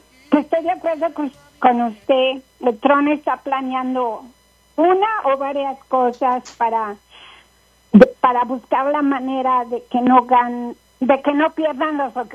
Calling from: Colorado, United States; aquí a Colorado

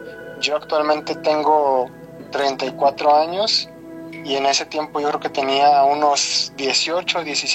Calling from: Chilpancingo, Guerrero, Mexico; Desde Chilpancingo, Guerrero.

